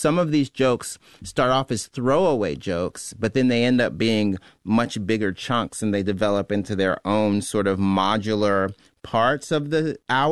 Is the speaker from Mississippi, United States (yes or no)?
yes; Canton, Mississippi, United States; I'm from Canton, Mississippi, where they filmed multiple scenes for Oh Brother, Where Art Thou?